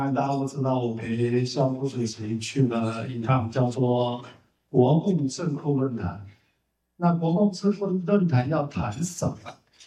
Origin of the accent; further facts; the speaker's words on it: Taiwan; 我们台湾人